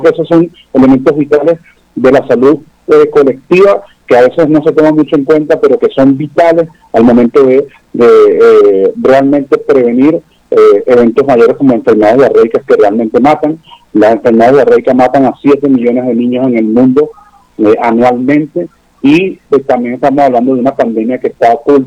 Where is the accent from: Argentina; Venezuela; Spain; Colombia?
Venezuela